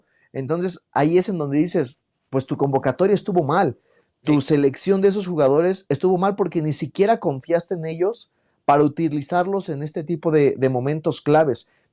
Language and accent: Spanish; Mexico; como mexicanos diríamos, no tarda en caer el gol.